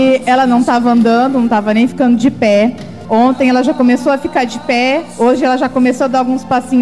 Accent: Cianorte, Paraná, Brazil; Eu sou de Cianorte.

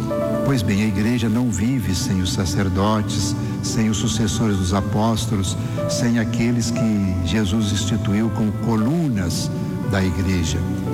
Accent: Minas Gerais, Brazil; moved away; E a minha cidade natal era da diocese de Belo Horizonte naquela época.

